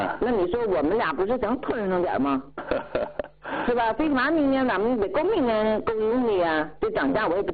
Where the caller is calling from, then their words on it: Tianjin, China; 我家是天津的。